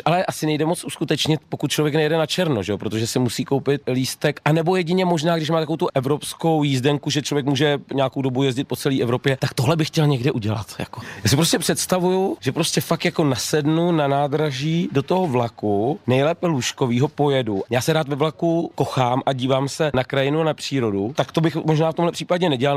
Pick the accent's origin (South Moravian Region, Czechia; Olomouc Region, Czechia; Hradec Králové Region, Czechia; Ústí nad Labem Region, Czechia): Hradec Králové Region, Czechia; Trutnov; moved away; also born or lived in Liberec; A protože pocházím z Trutnova